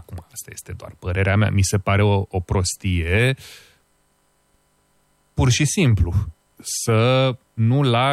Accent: Cluj-Napoca, Cluj County, Romania; born there; moved away; pe mine mă leagă niște chestii foarte personale de Cluj. Eu am copilărit foarte multă vreme pentru că bunica mea se mutase acolo și cunosc dedesubturile Clujului

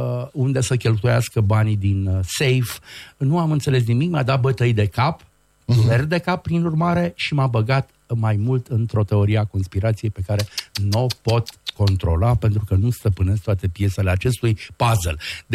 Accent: Romania

